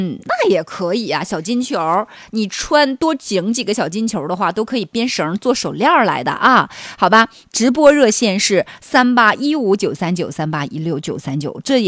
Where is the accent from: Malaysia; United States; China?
China; Heilongjiang; moved away; 因为我老家就是黑龙江的。